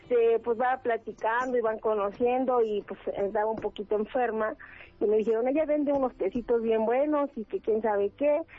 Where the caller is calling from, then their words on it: Calpulalpan, Tlaxcala, Mexico; Desde Calpulalpan, Tlaxcala